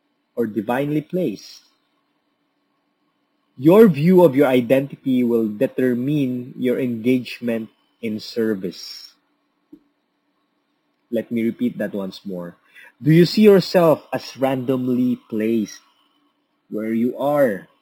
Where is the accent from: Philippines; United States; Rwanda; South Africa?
Philippines; born there; I was born here in the Philippines for a reason.